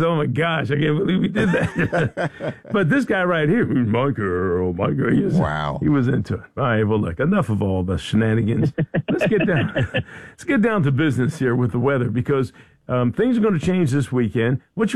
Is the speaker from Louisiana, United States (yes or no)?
no; Philadelphia, Pennsylvania, United States; moved away; I live down here. I'm from Philadelphia